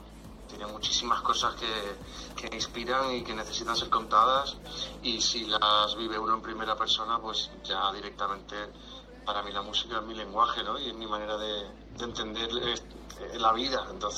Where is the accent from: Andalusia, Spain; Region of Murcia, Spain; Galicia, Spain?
Andalusia, Spain; Hay un homenaje a mi tierra, Andalucía, que es